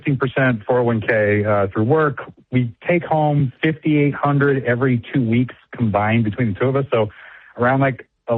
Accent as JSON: {"language": "English", "region": "Maryland", "country": "United States", "tie": "born or raised there", "said": "In D.C., I mean, it's, the county that I grew up in Maryland"}